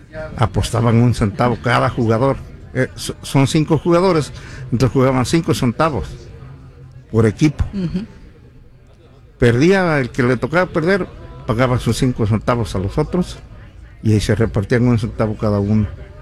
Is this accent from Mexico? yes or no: yes; Magdalena Jaltepec, Oaxaca, Mexico; now in Fresno, United States; los primeros jugadores de mi pueblo, de Magdalena, Jaltepec, que llegaron aquí a, que emigraron a, aquí a California.